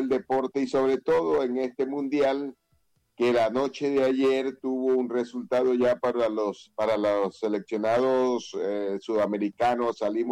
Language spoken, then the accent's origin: Spanish; Ecuador; somos ecuatorianos